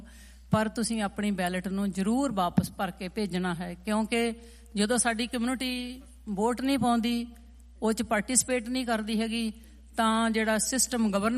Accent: Punjab, India; moved away as an adult; ਦੇਖੋ, ਅਸੀਂ ਪੰਜਾਬ ਤੋਂ ਆਏ ਹਾਂ ਜਾਂ ਇੰਡੀਆ ਤੋਂ ਆਏ ਹਾਂ, ਕਿਤੋਂ ਵੀ, ਅਸੀਂ ਇੱਕ ਵਧੀਆ ਸਿਸਟਮ ਦੇ ਵਿੱਚ ਜਿਉਣ ਦੇ ਲਈ, ਵਧੀਆ ਜ਼ਿੰਦਗੀ ਜਿਉਣ ਦੇ ਲਈ ਅਸੀਂ ਇੱਥੇ ਆਏ ਹਾਂ।

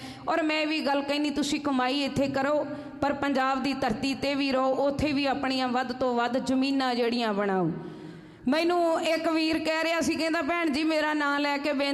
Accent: Punjab, India; ਅਸੀਂ ਪੰਜਾਬੀ ਹਾਂ, ਅਸੀਂ ਸਿੱਖ ਹਾਂ।

